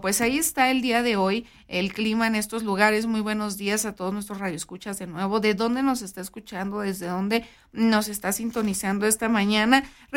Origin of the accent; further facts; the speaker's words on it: Mexico; somos mexicanos, traemos el nopal en la cara